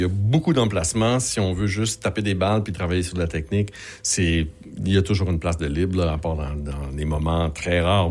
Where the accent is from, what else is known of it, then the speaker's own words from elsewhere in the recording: Sherbrooke, Quebec, Canada; moi je viens de Sherbrooke, il y a un terrain de golf en plein milieu d'un quartier.